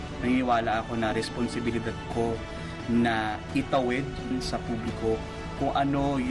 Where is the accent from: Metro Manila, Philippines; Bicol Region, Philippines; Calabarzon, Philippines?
Calabarzon, Philippines; Lumaki ako sa Cavite and growing up, parang I've always been curious and aware sa nangyayari sa paligid.